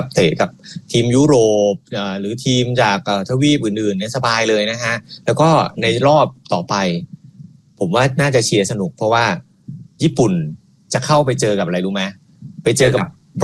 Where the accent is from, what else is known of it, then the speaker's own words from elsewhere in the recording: Bangkok, Thailand; ถึงแม้ผมจะเป็นคนกรุงเทพ